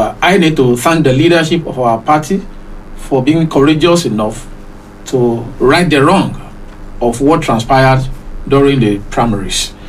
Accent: Nigeria; I am from Yusowopo too.

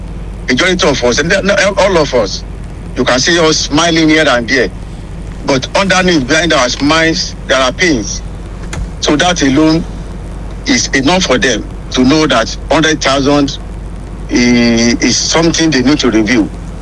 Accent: Nigeria; I'm a Nigerian, number one. Two, I am from Mundo State

